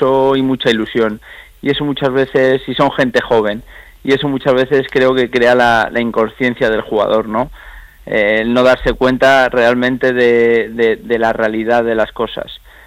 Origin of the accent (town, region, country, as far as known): Aragon, Spain